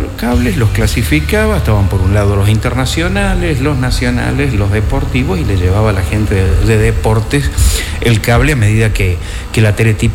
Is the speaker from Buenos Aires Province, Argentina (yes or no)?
no; Córdoba, Argentina; now in Chaco, Argentina; yo soy cordobés a esta altura, por si no se dieron cuenta, a esta altura de mi vida, con más años de Chaco que de claro. Córdoba